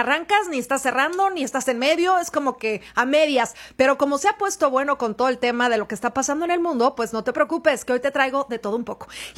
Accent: Mexico; Así somos los mexicanos

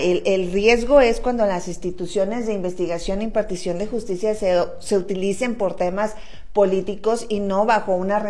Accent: Mexico; Como buenos mexicanos estamos legislando en los últimos días

